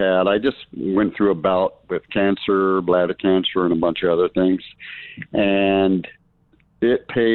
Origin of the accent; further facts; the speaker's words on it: San Francisco, California, United States; moved away as an adult; now in La Porte, Minnesota, United States; I grew up in San Francisco